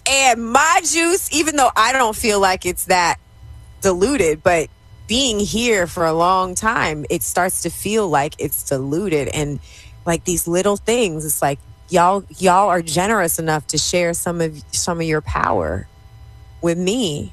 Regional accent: United States; as an American black person who is who has African ancestry

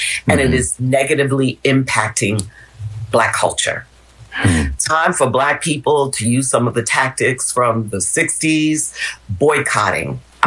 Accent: New York City, New York, United States; I grew up in West Harlem, and I distinctly remember that experience of hearing

